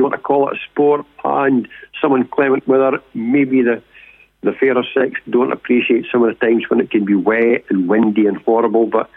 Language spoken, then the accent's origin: English; Forfar, Scotland, United Kingdom; I'm from Forfar, up in Angus.